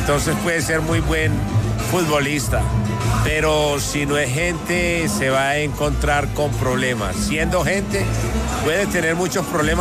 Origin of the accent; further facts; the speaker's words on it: Colombia; Nosotros como colombianos estamos muy entusiasmados